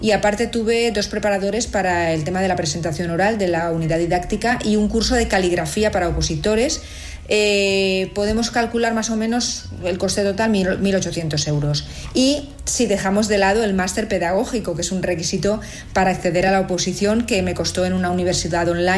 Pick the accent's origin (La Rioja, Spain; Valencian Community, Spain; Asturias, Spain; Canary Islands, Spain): Valencian Community, Spain; Valencia; soy de Valencia, tengo 54 años